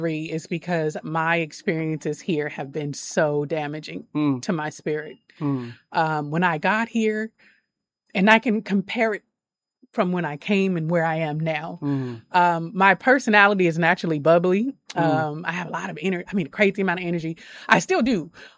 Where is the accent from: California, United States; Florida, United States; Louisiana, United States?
California, United States; Oakland; I was born and raised. I'm from Oakland, but I went to high school, Berkeley.